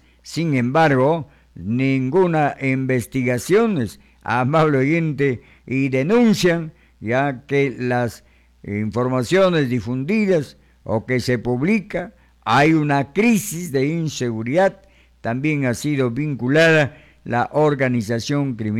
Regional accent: Peru; nuestra presidenta de todos los peruanos

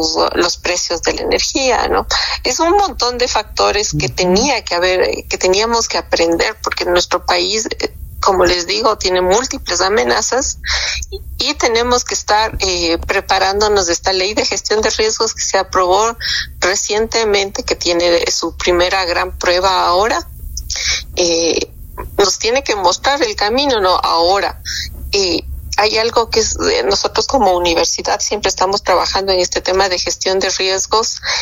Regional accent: Ecuador; nosotros como sociedad ecuatoriana

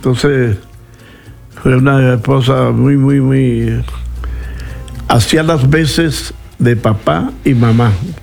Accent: Soledad, Atlántico, Colombia; Yo nací en Soledad Atlántica, ahí cerquita, pegadito con Barranquilla. En el sector donde yo vivo, eso hoy en día se llama el barrio Oriental.

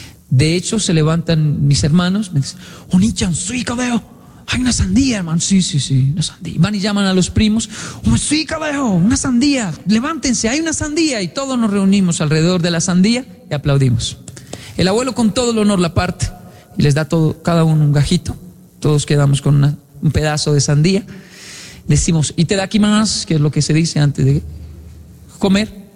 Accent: Bogotá, Colombia; yo soy de Ciudad Bolívar.

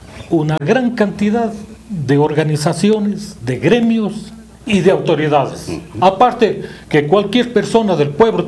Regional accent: Biblián, Cañar, Ecuador; moved away as an adult; now in Azogues, Ecuador; como biblianense que soy, vivo en Azogues algunas décadas, pero sigo siendo de Biblián.

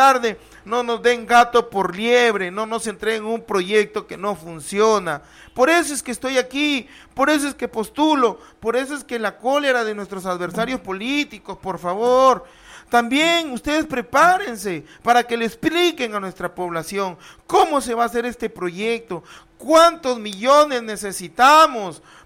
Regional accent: Tucumé, Lambayeque, Peru; Yo lo digo porque soy de Tucumán. Yo lo digo porque mi caserío tampoco tiene agua.

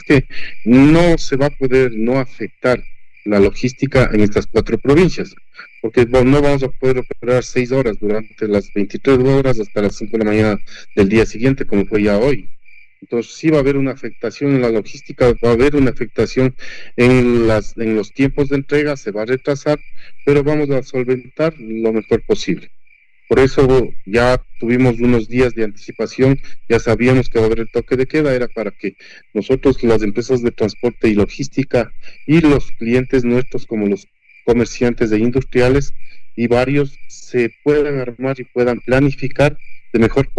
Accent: Ecuador; como ecuatorianos, como buenos ecuatorianos que somos nosotros

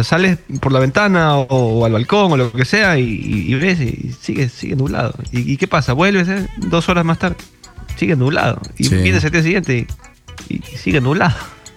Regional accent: Guayaquil, Guayas, Ecuador; born there; yo nací en Guayaquil.

